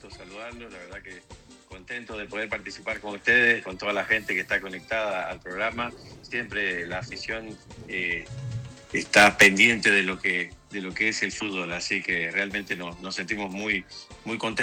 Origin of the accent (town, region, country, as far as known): Bolivia